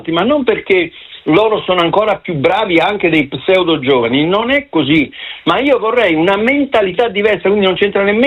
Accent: Naples, Campania, Italy; Lo dico io che sono napoletano d'origine.

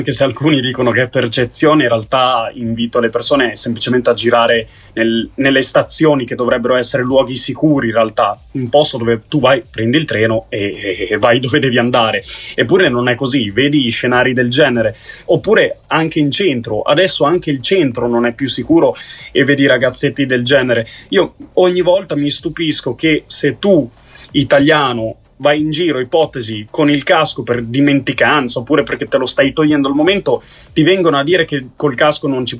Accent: Reggio Emilia, Emilia-Romagna, Italy; perché io sono di Reggio Emilia

